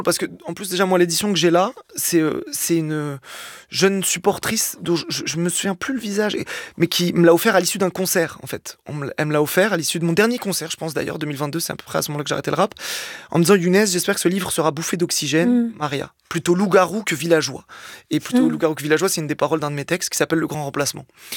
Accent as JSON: {"language": "French", "country": "Algeria"}